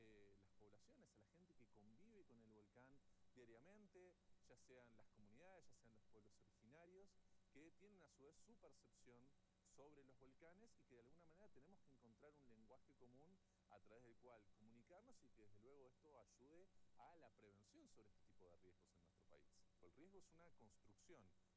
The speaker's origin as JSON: {"language": "Spanish", "country": "Argentina"}